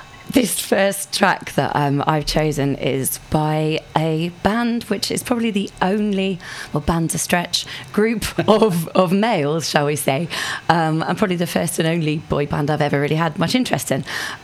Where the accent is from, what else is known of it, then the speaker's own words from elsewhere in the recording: Plymouth, South West England, United Kingdom; So growing up in Plymouth with my family.